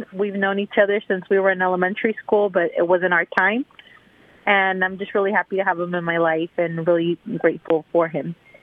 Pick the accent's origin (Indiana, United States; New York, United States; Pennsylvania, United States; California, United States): California, United States; the Bay Area; moved away as an adult; now in Lathrop, United States; And then I moved out here because we grew up in the Bay.